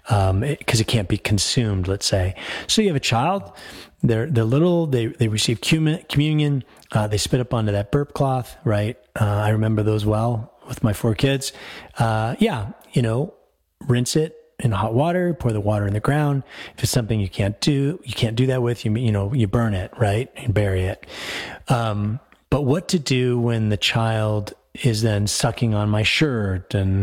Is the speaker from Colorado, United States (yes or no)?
yes; Denver, Colorado, United States; born there; moved away; I went to high school in Aurora, Colorado. I lived in Denver, but I was bused over to a high school in Aurora.